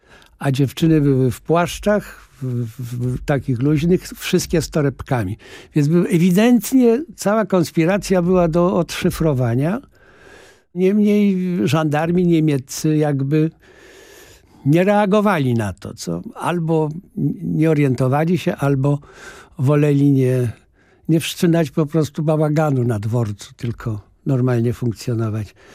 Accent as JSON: {"language": "Polish", "town": "Warsaw", "region": "Masovian Voivodeship", "country": "Poland", "tie": "born or raised there", "said": "W związku z tym przeprowadziliśmy się do Warszawy. Ja urodziłem się na Pradze w Szpitalu Praskim. I dlatego mój brat zawsze mówił, że ja się urodziłem na Pradze, nie w Warszawie. Mieszkaliśmy potem na ulicy Mokotowskiej, naprzeciwko Chopina"}